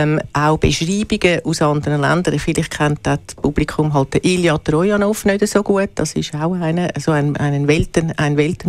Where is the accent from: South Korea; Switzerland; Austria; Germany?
Switzerland; Stäfa, Zurich; now in Zurich, Switzerland; Ich bin in Stäfen aufgewachsen, also rechts Zürichseeufer.